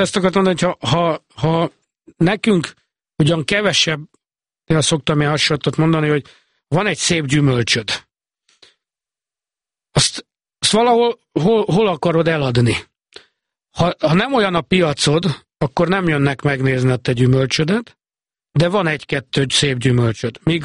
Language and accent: Hungarian; Hungary; Magyarországról jöttem, mert ugyanaz a melegítő van rajtam, ami rajtuk. Legfeljebb az akcentusomon érződik, hogy nekem nem tanult nyelvem.